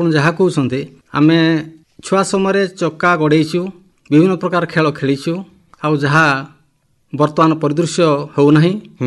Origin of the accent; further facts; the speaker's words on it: Sahadapur, Odisha, India; born there; ମୋର ଜନ୍ମ ସାହାଡ଼ପୁର ଗ୍ରାମରେ।